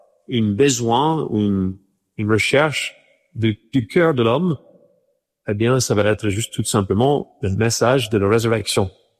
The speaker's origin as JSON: {"language": "French", "country": "Ireland", "tie": "born or raised there", "said": "j'ai grandi en Irlande avec une éducation chrétienne"}